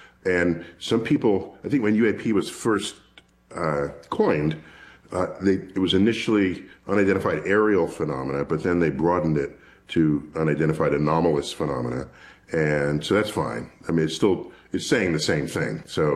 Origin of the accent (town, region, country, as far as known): New York City, New York, United States; born or raised there